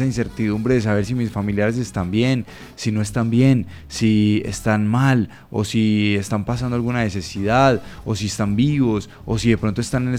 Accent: Colombia; nosotros como colombianos

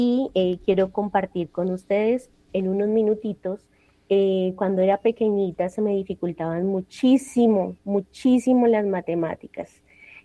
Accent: Bogotá, Bogotá Capital District, Colombia; Estoy en Bogotá. Sí, llevo toda mi vida, soy bogotanita

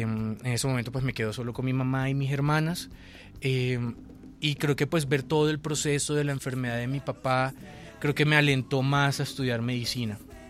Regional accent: Valledupar, Cesar, Colombia; yo soy de Valledupar

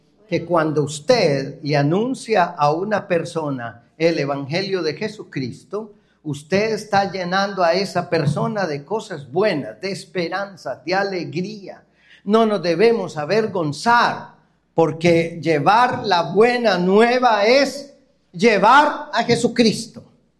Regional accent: Colombia

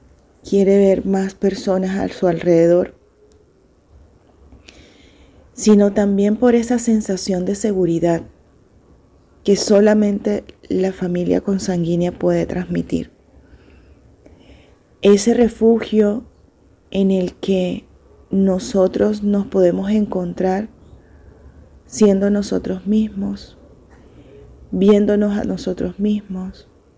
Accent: Caracas, Capital District, Venezuela; moved away; Vengo de Caracas, Venezuela. Tengo 47 años, soy mamá de dos hermosas hijas

